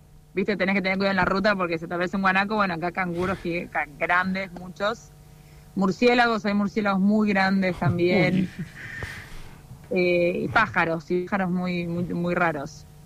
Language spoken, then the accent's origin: Spanish; Argentina; moved away as an adult; now in Australia; Como decir que sos argentino, es como, qué bueno, les gusta.